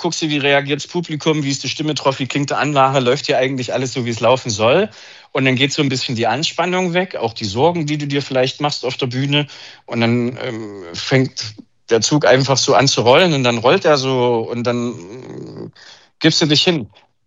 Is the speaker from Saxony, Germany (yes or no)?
yes; Leipzig, Saxony, Germany